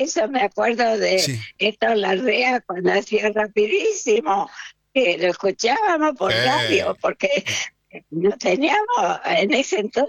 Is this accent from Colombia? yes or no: no; La Gallareta, Santa Fe, Argentina; Bueno, yo soy de La Gallareta, provincia de Santa Fe, al norte de Santa Fe